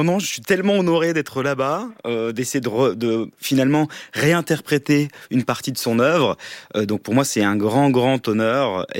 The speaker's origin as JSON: {"language": "French", "region": "Bourgogne-Franche-Comté", "country": "France", "moved": "yes", "said": "Je viens d'un petit village de l'Est"}